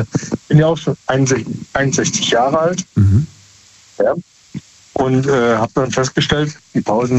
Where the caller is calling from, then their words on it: Rhineland-Palatinate, Germany; Aus dem Hunsrück.